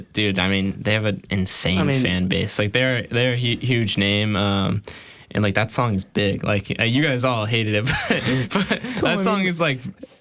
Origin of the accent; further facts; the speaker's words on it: Burbank, California, United States; pretty close to my hometown of Burbank, Glendale, California